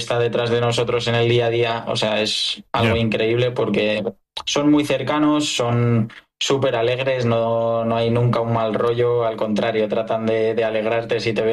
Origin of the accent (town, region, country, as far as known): Spain